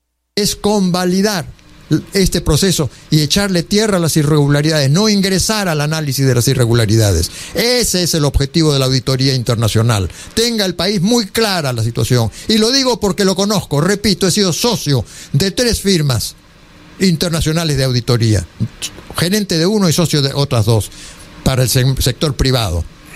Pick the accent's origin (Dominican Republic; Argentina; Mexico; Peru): Peru; somos peruanos